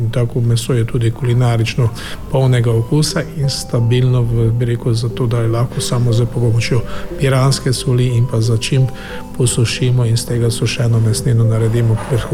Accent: Prekmurje, Slovenia; Prekmurci smo sanje stegno razdelili in je bilo brez kosti.

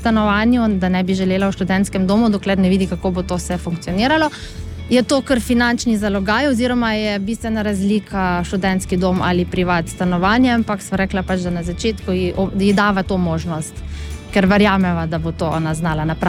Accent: Šentjur, Savinja, Slovenia; Ja, mi smo iz Šentjurja pri Celju, tako da v Šentjurju smo naložili avto

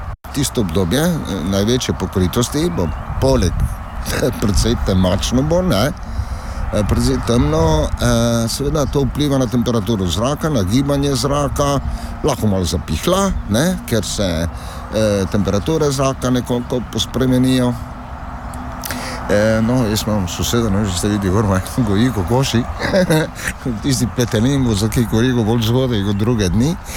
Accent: Slovenian Littoral, Slovenia; Primorci smo sprivilegirani tukaj

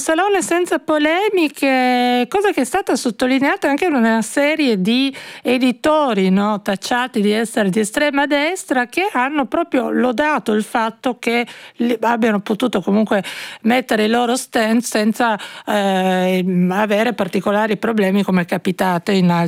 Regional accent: Turin, Piedmont, Italy; che mi rende molto felice da torinese.

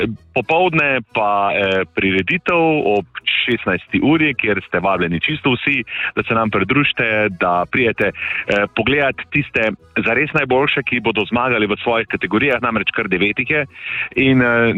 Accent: Topolščica, Savinja, Slovenia; born there; now in Šmartno ob Paki, Slovenia; v, bom rekel, mojem rojstnem kraju, v Topolščici. In že prej, leta in leta nazaj, sem si želel eno tako tekmovanje prepeljati v moj kraj. Čeprav tam ne živim, živim zdaj v Šmartnem ob Paki, ampak vseeno, tam so moje korenine.

